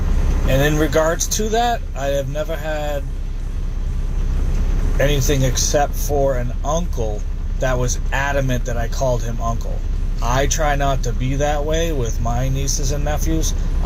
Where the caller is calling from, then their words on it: Peabody, Massachusetts, United States; from Peabody.